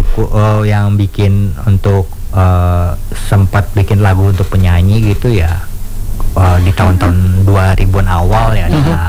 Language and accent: Indonesian; Jakarta, Indonesia; Asli dari Jakarta, Indonesia lah pokoknya.